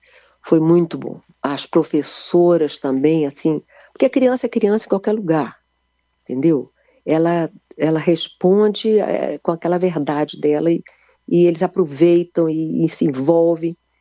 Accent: Minas Gerais, Brazil; Sou mineira, tá? Vou te dizer que eu sou mineira também.

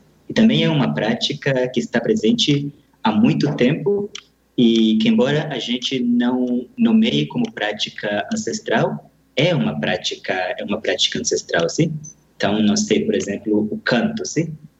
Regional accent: Minas Novas, Minas Gerais, Brazil; moved away as an adult; now in Cali, Colombia; E eu nasci nessa região, na região de Minas Novas, em uma comunidade que se chama Cansanção, sim? E moro agora na cidade de Cali

